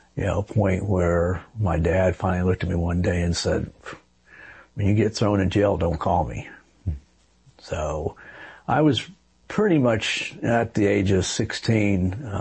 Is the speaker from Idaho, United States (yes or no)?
no; California, United States; born there; And so I was born in Southern California.